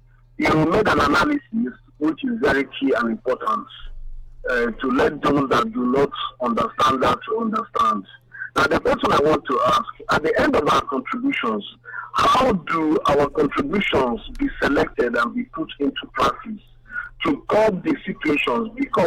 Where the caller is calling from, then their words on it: Port Harcourt, Rivers, Nigeria; I'm calling from Port Harcourt.